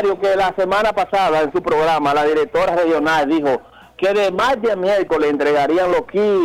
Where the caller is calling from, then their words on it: Mao, Valverde, Dominican Republic